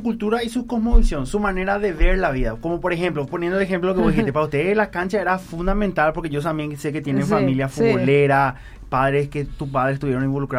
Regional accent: Paraguay; nosotros como paraguayos

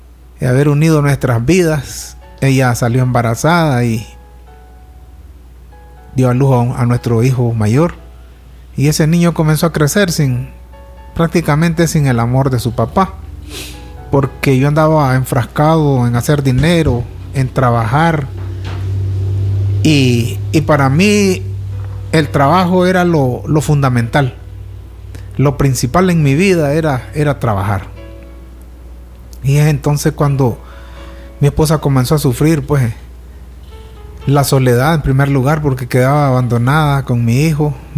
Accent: Sébaco, Matagalpa, Nicaragua; Venimos de la ciudad de Sébaco a compartirles lo que estamos viviendo

